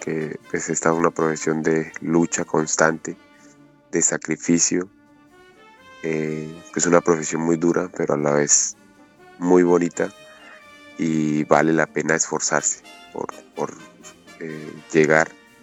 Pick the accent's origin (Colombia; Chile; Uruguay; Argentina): Colombia; Cali, Valle del Cauca; born there; yo soy nacido en Cali